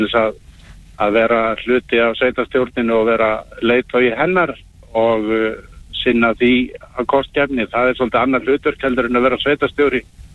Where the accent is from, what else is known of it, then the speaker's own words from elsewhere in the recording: Hvalfjarðarsveit, Western Region, Iceland; Þetta mín heimasveit og ég hefði bara metnað fyrir því að fara og bjóða mig fram mína krafta í mínu heimasveit